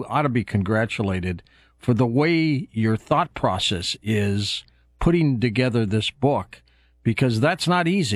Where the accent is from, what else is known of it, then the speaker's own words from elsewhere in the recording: Dearborn Heights, Michigan, United States; I grew up in Dearborn Heights, right next to you.